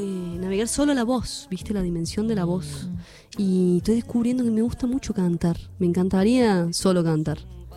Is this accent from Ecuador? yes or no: no; Córdoba, Argentina; yo que vengo de Córdoba no paro de v